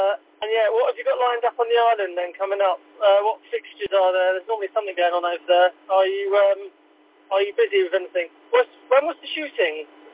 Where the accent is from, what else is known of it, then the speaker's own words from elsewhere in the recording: Borehamwood, East of England, United Kingdom; moved away; My parents live in Boreham Wood, my hometown where I grew up. It's not too far, it's about an hour's drive normally.